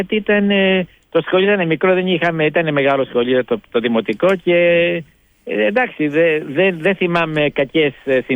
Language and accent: Greek; Brisbane, Queensland, Australia; first language Greek; Ομογενής πρώτη γενιά, ύστερα από το, ναι, οι γονείς μου ήρθαν από την Ελλάδα και εγώ γεννήθηκα εδώ στην Αυστραλία.